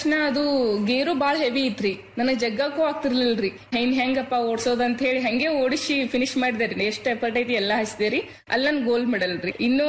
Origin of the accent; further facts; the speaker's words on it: Karnataka, India; ನಮ್ಮ ಊರ್ ನಿಯರ್ ಜಮಖಂಡಿ ಅಂತ ಹೇಳಿ ನಮ್ ತಾಲೂಕ್ ರೀ